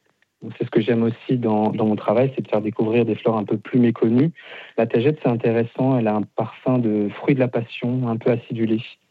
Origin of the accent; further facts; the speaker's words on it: Grand Est, France; c'est une fleur qui pousse chez nous. Moi, je suis d'Alsace.